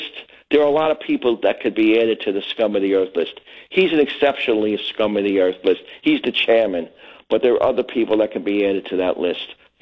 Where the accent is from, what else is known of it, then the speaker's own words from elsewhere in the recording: Brooklyn, New York, United States; now in Eastern Long Island, United States; I'm from Brooklyn originally.